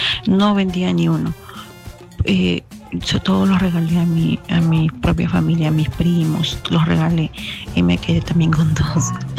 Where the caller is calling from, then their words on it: Lima, Peru; sacado de Lima.